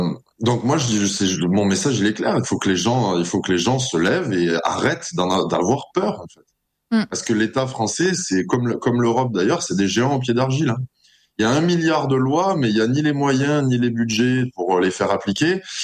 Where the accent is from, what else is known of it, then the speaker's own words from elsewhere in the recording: France; en tant que Français qui aime son pays